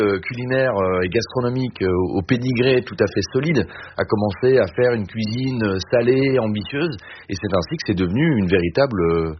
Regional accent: Japan; je cherchais à retrouver un cookie de mon enfance au Japon.

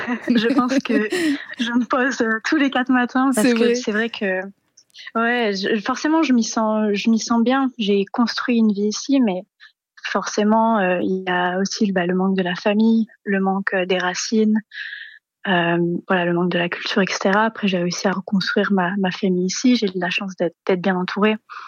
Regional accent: Réunion; born or raised there; moved away as an adult; now in Perth, Australia

